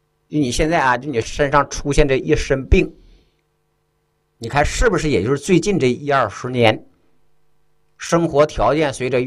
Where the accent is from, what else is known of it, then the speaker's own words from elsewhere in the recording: Shanxi, China; 咱们山西人